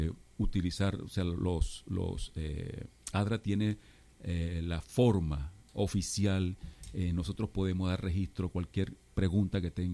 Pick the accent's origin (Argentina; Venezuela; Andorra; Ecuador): Venezuela; moved away as an adult; Yo soy venezolano, hace 10 años salimos de allá, porque trabajamos aquí en la iglesia adventista como pastores